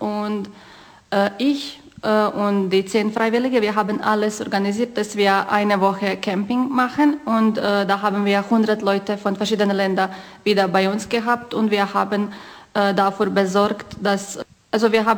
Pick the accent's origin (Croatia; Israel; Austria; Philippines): Croatia; also born or lived in Germany; Mein ganzes Leben lebe ich aber in Kroatien.